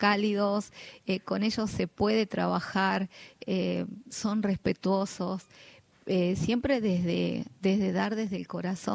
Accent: Moreno, Argentina; yo soy de Moreno en realidad, yo vivo en Moreno.

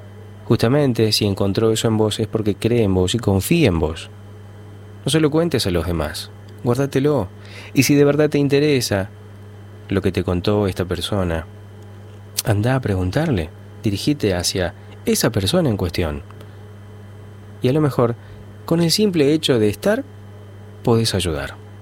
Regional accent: Argentina; Uno como argentino

